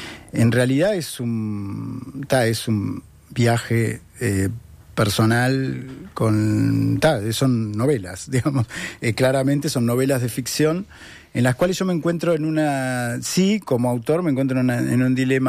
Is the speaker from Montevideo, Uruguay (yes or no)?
yes; Montevideo, Uruguay; soy absolutamente montevideano